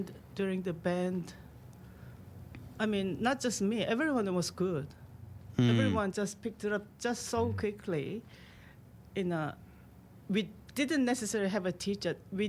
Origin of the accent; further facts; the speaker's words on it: Daegu, South Korea; English is a second language; moved away; So the primary school I attended in Daegu, in my home country.